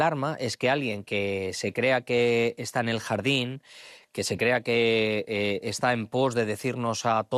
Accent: Spain; lo digo como español y como europeo

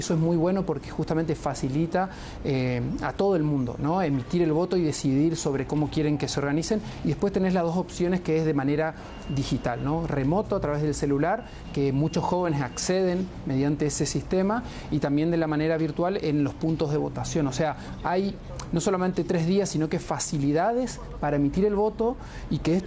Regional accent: Argentina; por lo menos yo que vengo desde Argentina

